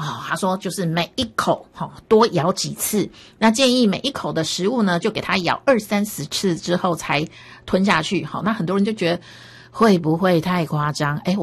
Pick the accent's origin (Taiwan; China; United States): Taiwan; 我觉得我们台湾人吃饭真的是太快了